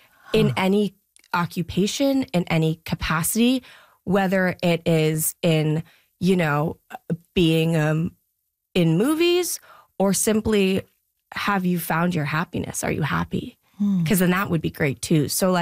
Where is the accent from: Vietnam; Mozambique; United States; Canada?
Vietnam; Especially from where I came from. Like, I'm from Vietnam. I'm adopted from Vie